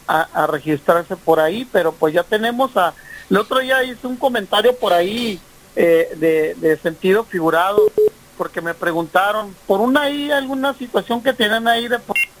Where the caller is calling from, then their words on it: Mexico; soy ciudadano mexicano